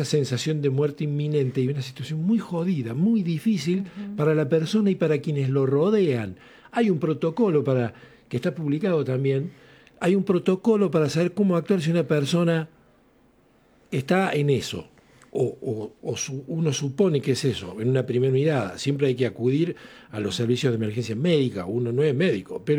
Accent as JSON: {"language": "Spanish", "town": "Arroyo Cabral", "region": "Córdoba", "country": "Argentina", "tie": "born there"}